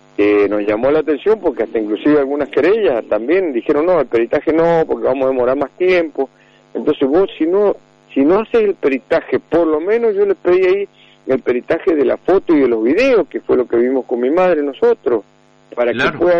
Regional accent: Mendoza, Argentina; nosotros nacimos en Albien, nos criamos ahí

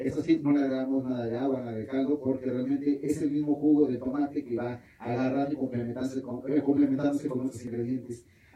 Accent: San Andrés Cholula, Puebla, Mexico; yo vengo de la comunidad de San Manuel Tlaxcalancingo, en San Andrés Cholula

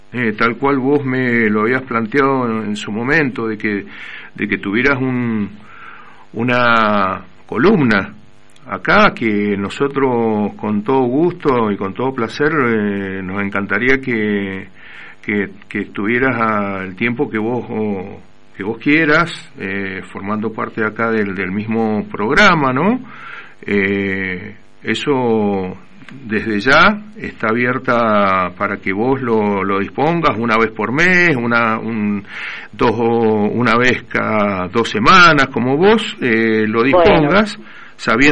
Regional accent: Argentina; nos afectan a todos como argentinos

